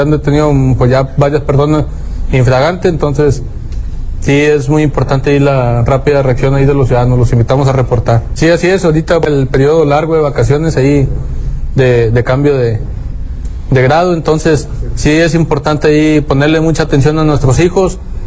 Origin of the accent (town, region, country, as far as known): Mexico